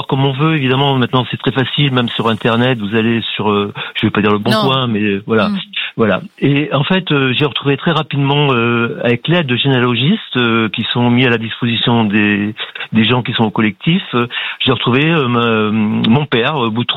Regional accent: Nouvelle-Aquitaine, France; ça m'a permis de trouver d'où je venais, d'un petit village de la Dordogne.

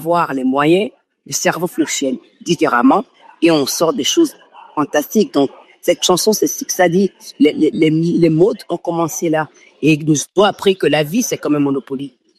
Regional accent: Benin; now in New York, United States; moi, j'ai grandi en Afrique, au Bénin

